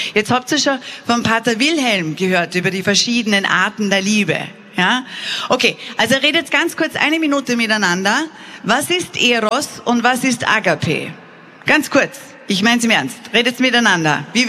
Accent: Austria; wir sind Österreicher, natürlich haben wir Englisch gelernt.

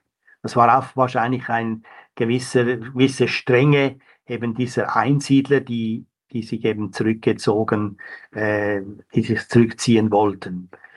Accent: Switzerland; Ich denke zum Beispiel meine Heimat Schweiz, da haben die Kapuziner eine ganz wichtige Rolle gespielt.

